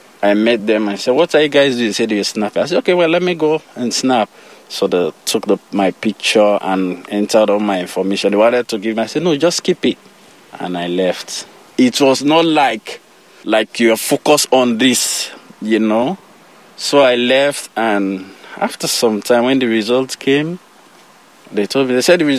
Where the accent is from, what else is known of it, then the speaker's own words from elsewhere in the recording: Sierra Leone; Well, I was born in Sierra Leone. I have a lot of sisters and brothers who are incredible and they are wonderful. Most of them are in Sierra Leone.